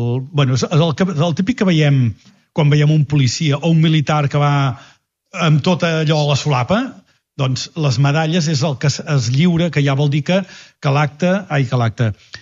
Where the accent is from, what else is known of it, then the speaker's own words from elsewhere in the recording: Mataró, Catalonia, Spain; Són la festa major de la Mercè, que soc de Mataró.